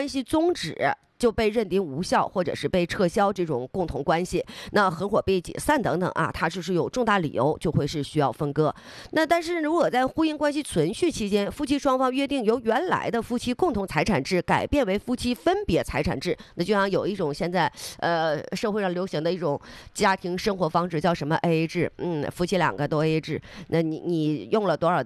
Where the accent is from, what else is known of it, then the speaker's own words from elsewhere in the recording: Northeast China, China; accent: Northeastern; 像用咱们东北话讲